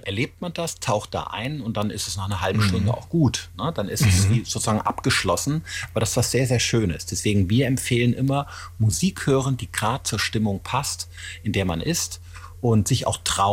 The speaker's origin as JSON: {"language": "German", "region": "Rhineland", "country": "Germany", "said": "Ich komme ja aus dem Rheinland."}